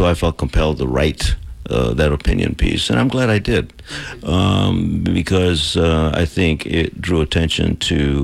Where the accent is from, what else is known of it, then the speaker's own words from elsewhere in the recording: Chicago, Illinois, United States; born there; I was born in Chicago, Illinois, that's correct.